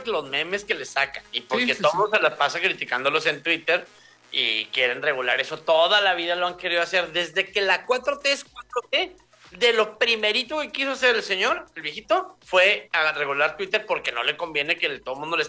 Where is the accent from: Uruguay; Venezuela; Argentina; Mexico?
Mexico; Yo soy mexicano y yo acepto mi realidad.